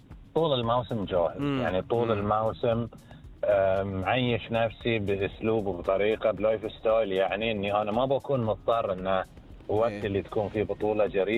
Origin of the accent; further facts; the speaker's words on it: Bahrain; إحنا كبحرينيين فرضنا حضورنا